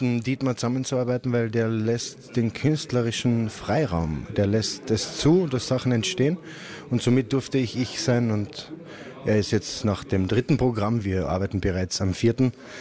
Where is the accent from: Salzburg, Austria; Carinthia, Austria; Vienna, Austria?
Carinthia, Austria; Klagenfurt; ich komme aus Kärnten, aus Klagenfurt